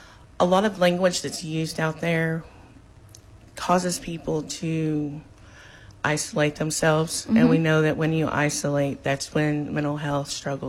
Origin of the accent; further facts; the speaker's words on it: Oklahoma, United States; now in Tahlequah, United States; I came from Oklahoma County, and you're just on your own.